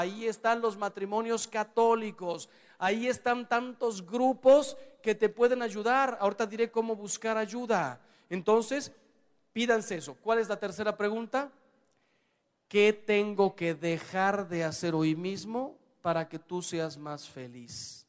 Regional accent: Mexico; Mira, soy mexicano, y ustedes también, la mayoría.

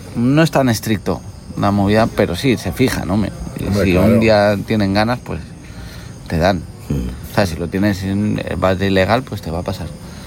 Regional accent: Basque Country, Spain; Y eso que soy vasco

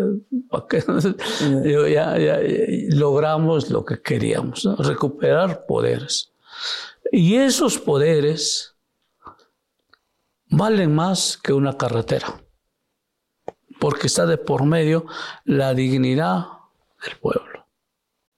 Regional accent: Oaxaca, Mexico; now in Mexico City, Mexico

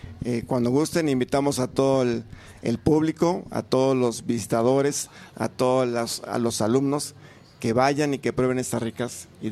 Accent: Mexico City, Mexico; Somos de la Ciudad de México, del sur, de la alcaldía de Xochimilco.

